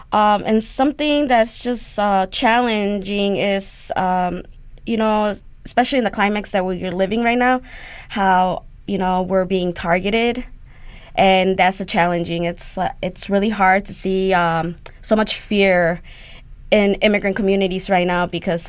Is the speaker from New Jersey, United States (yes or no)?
no; Chicago, Illinois, United States; also born or lived in Guanajuato, Mexico; I was born in Guanajuato, Mexico. I was brought to Chicago at the age of 2, and I grew up in Pilsen. My parents stopped first in L.A., in California